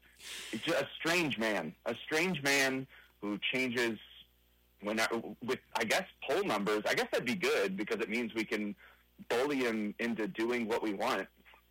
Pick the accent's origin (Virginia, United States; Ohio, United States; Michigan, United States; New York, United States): Ohio, United States; I'm from Ohio